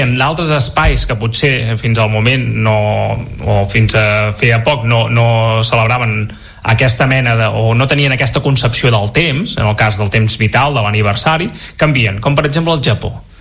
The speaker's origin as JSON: {"language": "Catalan", "town": "Munich", "region": "Bavaria", "country": "Germany", "tie": "born or raised there", "said": "Jo sóc aquí de Múnich de tota la vida."}